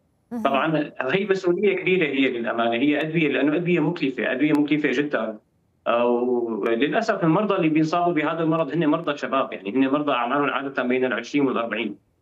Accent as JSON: {"language": "Arabic", "country": "Syria", "lives_now": "Damascus, Syria", "said": "عندنا بسوريا"}